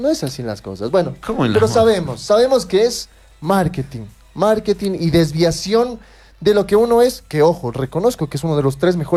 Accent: Bolivia; Yo soy boliviano.

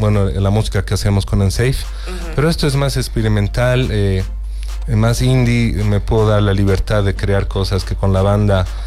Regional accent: Bolivia; siento que como bolivianos no nos las creemos.

